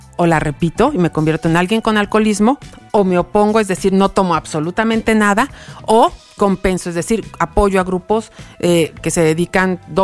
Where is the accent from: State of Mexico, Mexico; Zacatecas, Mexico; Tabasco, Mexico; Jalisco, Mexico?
Zacatecas, Mexico; ajá, tienen que comer queso. Porque venimos de Zacatecas, entonces, ajá, y en el rancho siempre había queso